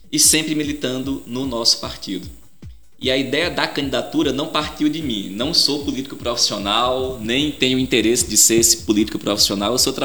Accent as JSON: {"language": "Portuguese", "town": "Petrolina", "region": "Pernambuco", "country": "Brazil", "tie": "born or raised there", "also_born_or_lived": "Belém de São Francisco / Salvador", "said": "eu tenho 35 anos, sou pernambucano, nasci em Belém de São Francisco, mas cresci em Petrolina"}